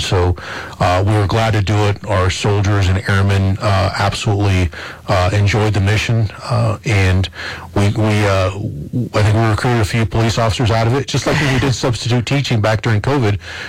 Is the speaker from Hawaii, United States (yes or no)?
no; Dexter, New Mexico, United States; No, I grew up in Dexter, New Mexico, which is in southeast New Mexico.